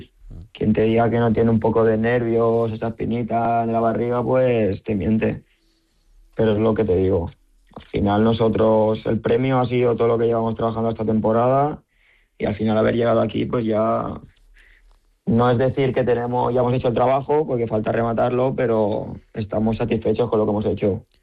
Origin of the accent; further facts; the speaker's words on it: Barcelona, Catalonia, Spain; now in Palma, Spain; Soy de Barcelona